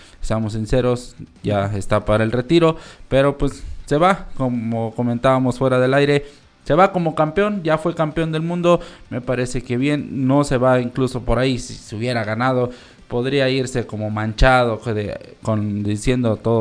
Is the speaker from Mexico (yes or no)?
yes; Mexico